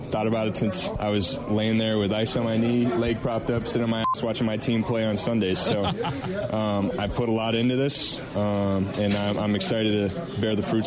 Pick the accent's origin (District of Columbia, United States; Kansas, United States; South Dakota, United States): South Dakota, United States; being from South Dakota. So, you know, I'll have a lot of loved ones there, a lot of people from my hometown community, just from the state of South Dakota in general.